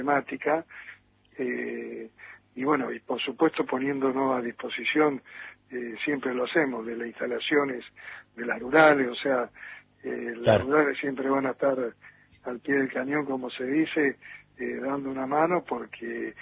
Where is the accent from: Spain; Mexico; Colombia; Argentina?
Argentina; es decir, no podemos permitirnos como argentinos, y esto no es una crítica a nadie porque hace años que estamos así